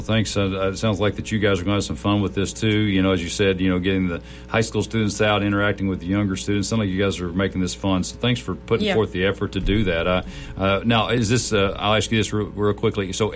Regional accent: Flat Gap, United States; I think the Flat Gap one's on the 25th. It is. And that's that's my home country. That's my home school.

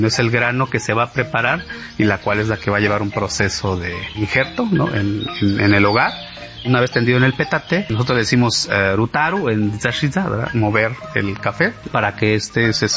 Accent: Tanetze de Zaragoza, Oaxaca, Mexico

